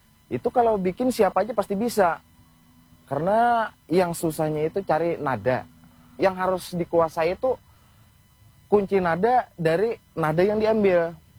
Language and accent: Indonesian; South Kalimantan, Indonesia; Untuk kita di Kalimantan Selatan, terutama khususnya di Desa Berikin, Kabupaten Hulu Sungai Tengah, Kecamatan Haruyan, untuk membuat alat musik tradisional itu jarang orang bisa, karena tergantung dari keturunannya.